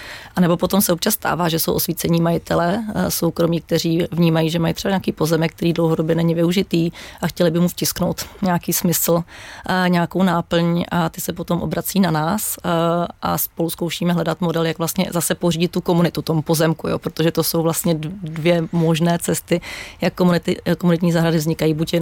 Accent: Prague, Czechia; Protože jsem holka z Jižáku a strávila jsem na jižním městě vlastně celé svoje mládí

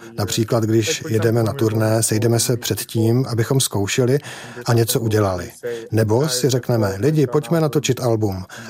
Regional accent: Slovakia; moved away as an adult; also born or lived in Wrocław / Glasgow; moje máma je Slovenka a táta Japonec, takže jsem vyrostl na Slovensku

